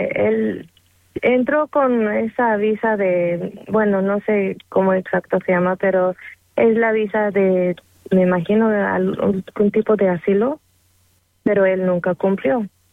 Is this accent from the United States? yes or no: yes; United States; born there; Yo soy nacida aquí, yo soy americana